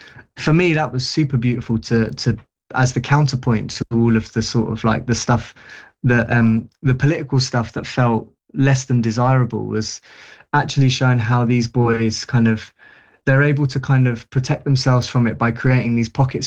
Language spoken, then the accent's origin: English; London, United Kingdom; It was a similar deal in where I grew up in South London.